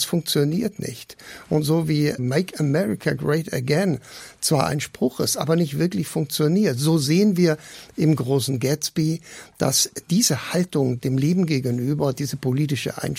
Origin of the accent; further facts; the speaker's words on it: Southern Germany, Germany; Ich bin in Süddeutschland groß geworden.